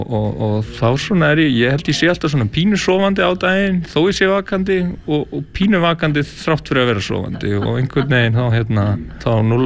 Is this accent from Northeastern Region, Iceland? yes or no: yes; Hjalteyri, Northeastern Region, Iceland; Já, ég er frá Ytribakka við Hjalteyri, raunar jörð sem liggur alveg að Hjalteyri.